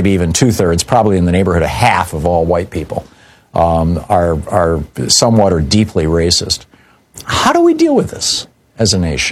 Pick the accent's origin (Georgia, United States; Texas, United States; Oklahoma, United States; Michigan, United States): Michigan, United States; Lansing; when I grew up in Lansing, Michigan